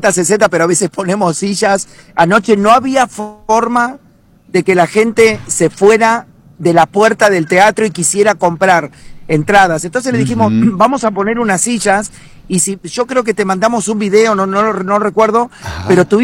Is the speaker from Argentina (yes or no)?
yes; Entre Ríos, Argentina; now in Termas de Río Hondo, Argentina; tengo el domicilio en Termas porque me siento un santiagueño siendo de Entre Ríos. Soy de la provincia de Entre Ríos, pero adopté esta ciudad como mía.